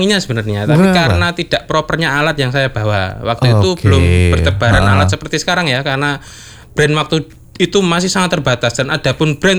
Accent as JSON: {"language": "Indonesian", "town": "Madiun", "region": "East Java", "country": "Indonesia", "tie": "born or raised there", "said": "Saya asli Madiun. Lebih tepatnya Madiun sebelah barat, Jiwan."}